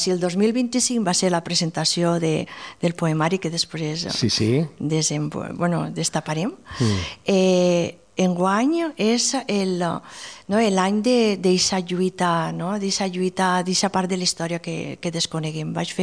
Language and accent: Catalan; Valencian Community, Spain; Sant Jeroni, el meu poble